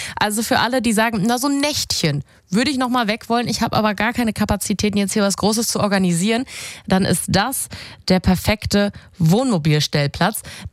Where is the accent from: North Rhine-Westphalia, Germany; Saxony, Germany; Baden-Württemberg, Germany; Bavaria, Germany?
Saxony, Germany; wie schön ist es, den sächsischen Tourismus als Sachse stärken zu können.